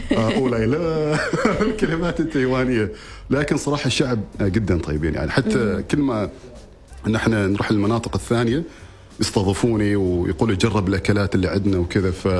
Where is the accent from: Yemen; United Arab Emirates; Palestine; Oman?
Oman; نحن عمانيين ترى نحب نسولف، نحب ايوه ترى.